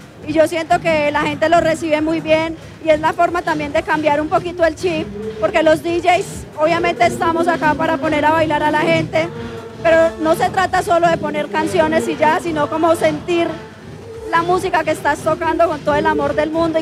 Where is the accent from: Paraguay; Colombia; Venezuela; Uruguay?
Colombia; como nací en Colombia, siempre me crié escuchando porros, gaitas y cumbias y salsa.